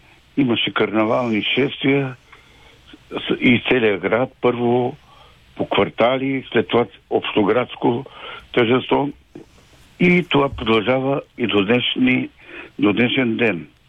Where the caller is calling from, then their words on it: Teteven, Lovech Province, Bulgaria; съм от Тетевен.